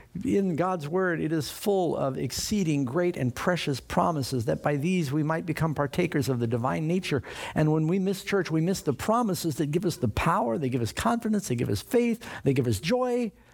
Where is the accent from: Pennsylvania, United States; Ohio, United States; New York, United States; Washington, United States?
New York, United States; New York City; I grew up in New York City, and our governor was Nelson Rockefeller at one point.